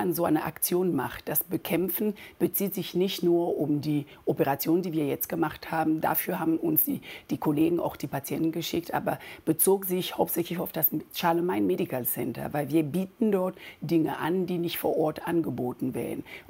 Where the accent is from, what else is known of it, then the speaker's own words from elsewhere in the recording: Cameroon; moved away; ich komme aus Kamerun